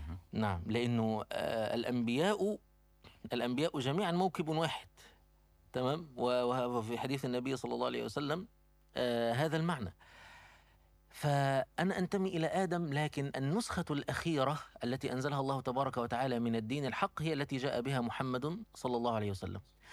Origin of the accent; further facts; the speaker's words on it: Egypt; إحنا المصريين